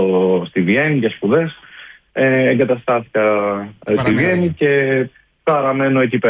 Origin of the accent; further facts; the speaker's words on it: Athens, Attica, Greece; moved away as an adult; now in Vienna, Austria; εγώ μεγάλωσα στην Αθήνα